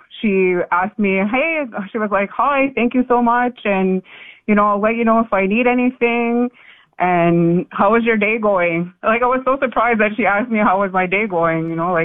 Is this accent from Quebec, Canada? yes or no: yes; Kahnawake, Quebec, Canada; I introduced myself. I just said … I'm a Mohawk from Gunawage.